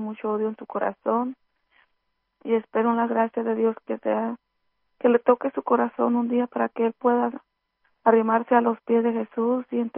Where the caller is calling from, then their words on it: Seattle, Washington, United States; Vivo en Seattle, Washington